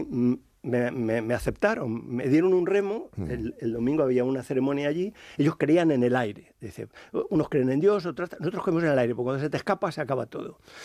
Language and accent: Spanish; Madrid, Community of Madrid, Spain; now in Salamanca, Spain; Y luego, fíjate, yo soy madrileño y ahora estoy adoptado en Salamanca por la cátedra, ¿no?